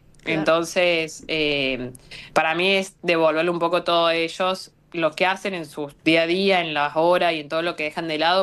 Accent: Río Cuarto, Córdoba, Argentina; yo soy de Río Cuarto, de Córdoba

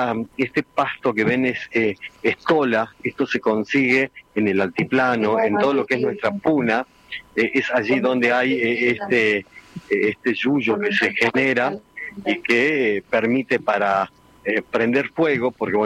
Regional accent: La Quiaca, Jujuy, Argentina; moved away; yo soy de La Puna y muchos de las generaciones que vinieron después que yo me fui de La Quiaca

